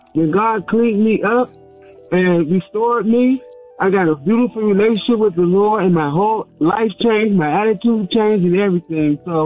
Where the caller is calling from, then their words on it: Cleveland, Ohio, United States; I'm calling from Cleveland, Ohio.